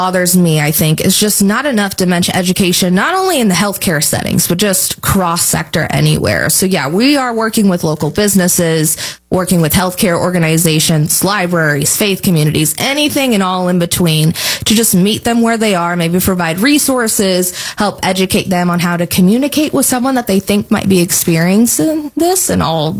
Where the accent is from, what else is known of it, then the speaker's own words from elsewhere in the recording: Indiana, United States; now in Indianapolis, United States; So I'm from Southern Indiana, close to Louisville. So getting to move up here to Indianapolis